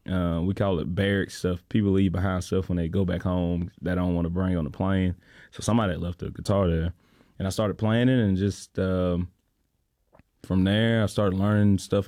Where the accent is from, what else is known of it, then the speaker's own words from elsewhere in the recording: Ellic City, Alabama, United States; A town called Ellic City in Alabama.